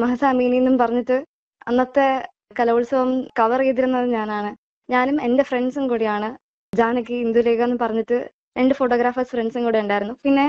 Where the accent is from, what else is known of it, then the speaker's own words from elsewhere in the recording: Tamil Nadu, India; Malayalam is a second language; ഞാൻ തമിഴ്നാട്ടിൽ നിന്നാണ് ഇവിടെ പഠിക്കാൻ വന്നത്.